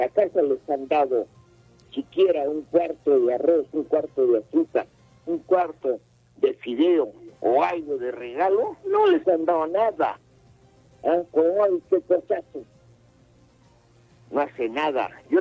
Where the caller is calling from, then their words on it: Arequipa, Peru; Aquí en Arequipa han comenzado con fecha.